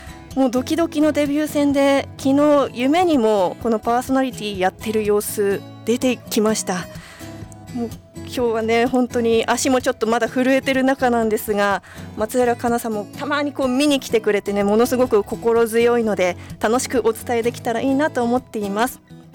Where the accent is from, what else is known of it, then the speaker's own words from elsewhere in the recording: Ishinomaki, Miyagi, Japan; moved away as an adult; also born or lived in Morioka; この生まれた石巻